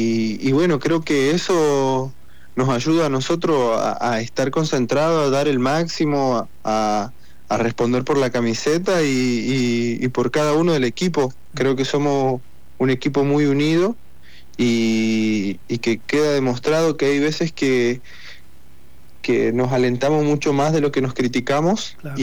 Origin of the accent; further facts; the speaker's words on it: Chaco, Argentina; moved away; yo soy de Chaco